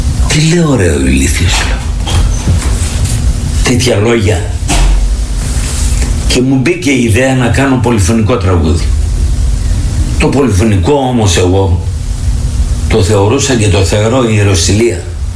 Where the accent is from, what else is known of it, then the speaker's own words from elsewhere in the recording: Epirus, Greece; εκτός από το χωριό μου εκεί. Από τη Θεσποτεία.